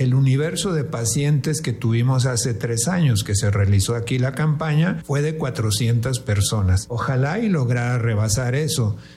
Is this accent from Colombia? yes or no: no; Delicias, Chihuahua, Mexico; y los que somos aquí de Delicias, que estaremos participando entonces en la campaña.